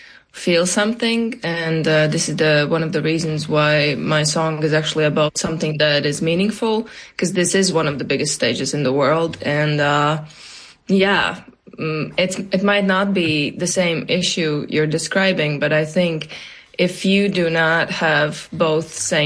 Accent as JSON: {"language": "English", "country": "Latvia", "said": "I am from Latvia"}